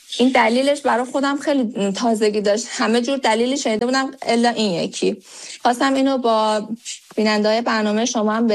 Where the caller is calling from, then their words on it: Tehran, Tehran Province, Iran; از تهران تماس میگیرم.